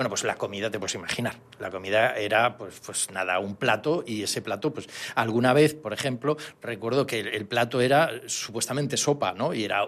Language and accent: Spanish; Ferrol, Galicia, Spain; also born or lived in Salamanca; now in Palma, Spain; me recordaba mi tierra, Galicia.